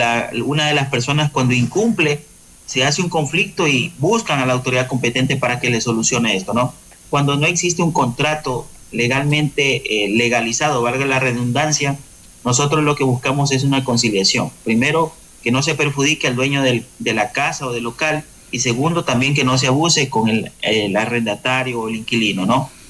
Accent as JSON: {"language": "Spanish", "country": "Ecuador"}